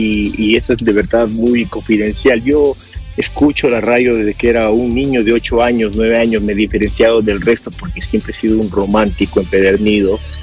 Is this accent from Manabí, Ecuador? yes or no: no; Santa Elena, Ecuador; moved away as an adult; also born or lived in United States; now in Cuenca, Ecuador; crecí en la península de Santa Elena, que hoy es provincia. Fue eso en los 70s, 80s, ahí fue donde que escuchaba la radio ahí romántica, pero yo crecí también con cultura americana.